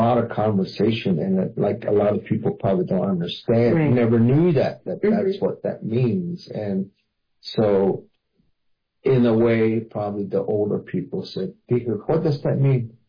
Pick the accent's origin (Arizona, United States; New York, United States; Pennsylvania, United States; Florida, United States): Arizona, United States; first language Hopi; English is a second language